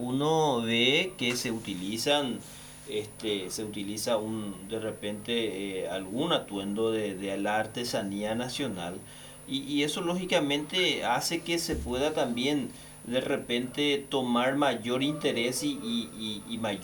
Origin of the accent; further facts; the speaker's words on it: Paraguay; los accesorios ancestrales lo utilizamos nosotros, no siendo indígena, es algo particular que tiene el Paraguay.